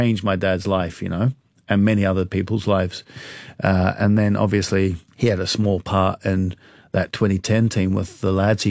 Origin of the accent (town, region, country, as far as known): New Zealand; born or raised there